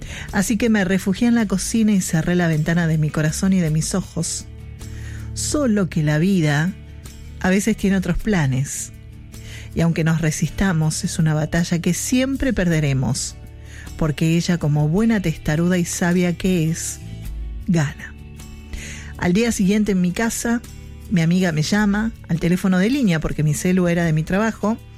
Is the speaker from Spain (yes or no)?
no; Quilmes, Buenos Aires Province, Argentina; born there; nací en Quilmes.